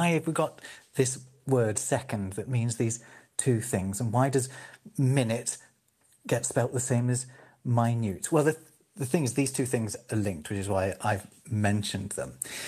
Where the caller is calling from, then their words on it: Berlin, Germany; Yeah, I am. I'm joining you from Berlin.